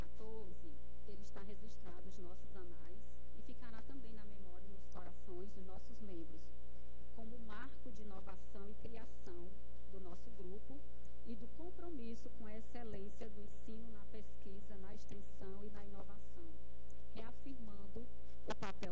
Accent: Limoeiro do Norte, Ceará, Brazil; da minha terra natal, Limoeiro do Norte

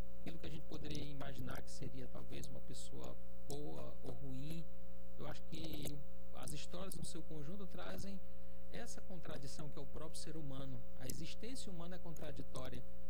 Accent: Juazeiro do Norte, Ceará, Brazil; Eu sou da primeira geração que nasceu na cidade, meus pais são da zona rural, migraram para a cidade. Eu sou de Juazeiro do Norte

